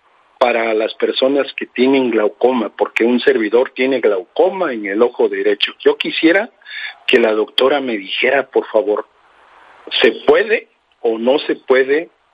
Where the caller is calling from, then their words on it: Veracruz, Mexico; yo le hablo de aquí de la colonia Acosta Lagunes, aquí en el puerto de Veracruz.